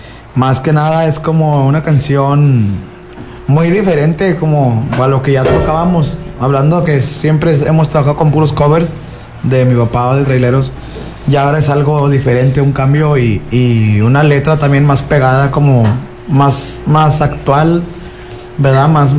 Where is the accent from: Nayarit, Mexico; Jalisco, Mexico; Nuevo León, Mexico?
Nuevo León, Mexico; Guadalupe; Somos de Guadalupe, Nuevo León, Monterrey.